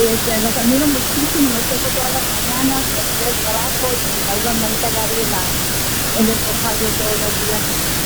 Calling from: Las Vegas, Nevada, United States; soy de las Vegas.

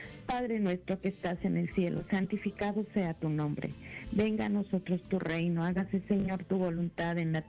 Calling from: Texas, United States; Buenos días … de Carlingen, en Texas, y escucho por la aplicación.

